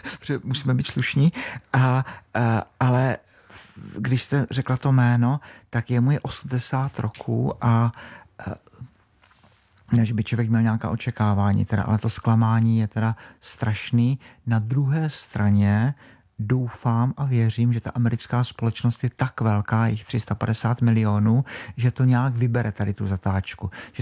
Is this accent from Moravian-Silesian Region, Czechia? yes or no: no; Brno, South Moravian Region, Czechia; jsem z Brna